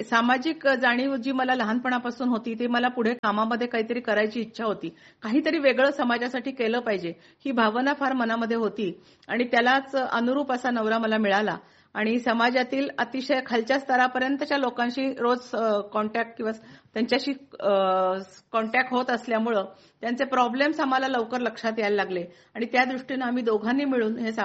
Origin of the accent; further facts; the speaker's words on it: Karad, Maharashtra, India; now in Dhule, India; माझं माहेर कराड. मी कराडचे असल्यामुळं कृष्णा कॉलनीच्या संगमावर माझं बालपण गेलं